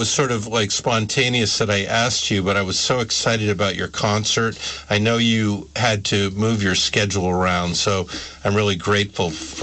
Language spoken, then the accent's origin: English; St. Albans, Vermont, United States; And St. Albans, Vermont, my hometown